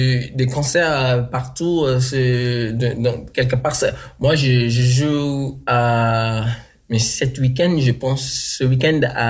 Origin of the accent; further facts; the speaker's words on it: Dominica; French is a second language; now in New York, United States; Moi, j'habite à New York, mais je grandis à la Dominique. C'est une petite île dans les Antilles, entre Guadeloupe et Martinique.